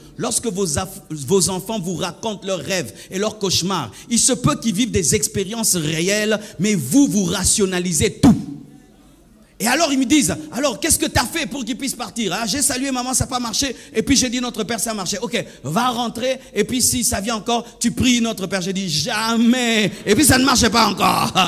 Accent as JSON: {"language": "French", "region": "Kivu", "country": "DR Congo", "tie": "born or raised there", "said": "Le swahili, c'est l'une de nos langues au Kivu, parce que j'ai grandi au Kivu."}